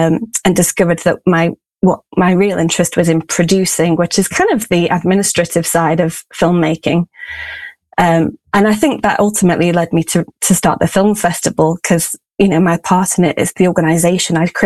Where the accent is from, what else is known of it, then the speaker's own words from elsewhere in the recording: Sheffield, Yorkshire and the Humber, United Kingdom; I'm actually from Sheffield originally. I've come back.